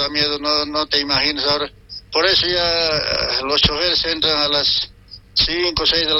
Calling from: Cochabamba, Bolivia; estamos en Cochabamba

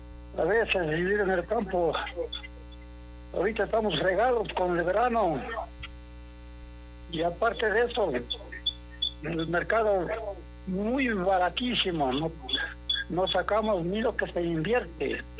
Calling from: Cusubamba, Cotopaxi, Ecuador; Estoy llamando de Cusubamba

